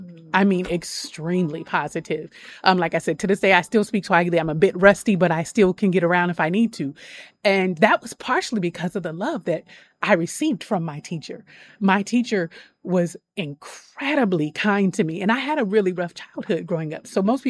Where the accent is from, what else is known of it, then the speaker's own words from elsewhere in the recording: Oakland, California, United States; I was born and raised. I'm from Oakland, but I went to high school, Berkeley.